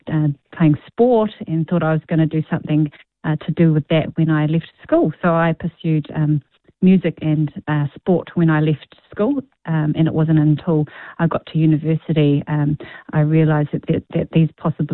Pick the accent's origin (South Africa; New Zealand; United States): New Zealand; Tokoroa, Waikato; growing up in Tokoroa